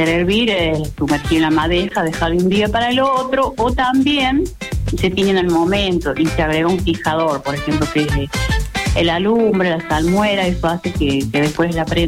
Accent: Laguna Blanca, Catamarca, Argentina; yo soy del pueblo de Laguna Blanca, que corresponde al departamento Belense, y es cerca de la Puna de Antofagasta.

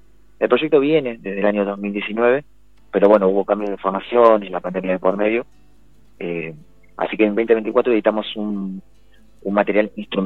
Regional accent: Neuquén, Argentina; De acá, de Neuquén Capital.

